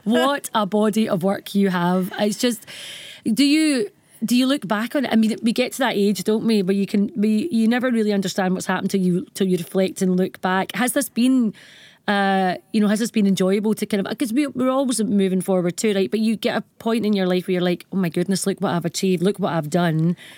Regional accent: Glasgow, Scotland, United Kingdom; growing up in Glasgow

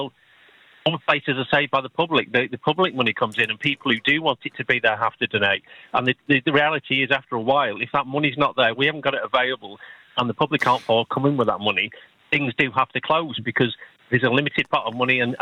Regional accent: North West England, United Kingdom; now in Hebden Bridge, United Kingdom; I grew up in the Northwest, and as a child, I used to race at a place called Mow Cop, which had Jodrell Bank in the background.

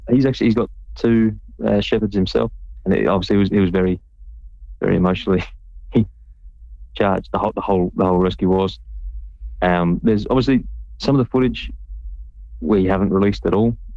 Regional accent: Queensland, Australia; moved away as an adult; now in Northumberland, United Kingdom; I'm from North Queensland, on the east coast, right up in the tropics.

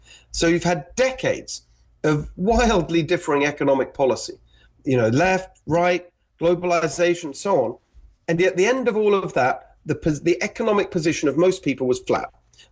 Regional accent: England, United Kingdom; born there; And when I was a kid, I was born in England. My parents are Hungarian.

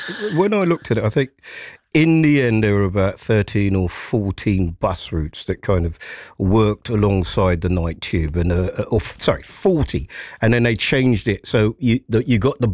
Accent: London, United Kingdom; I, as a Londoner

